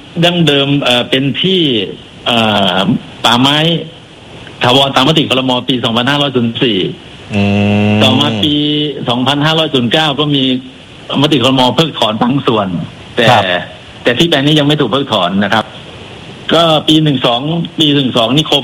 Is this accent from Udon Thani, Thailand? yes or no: yes; Udon Thani, Thailand; คนอุดรธานีครับ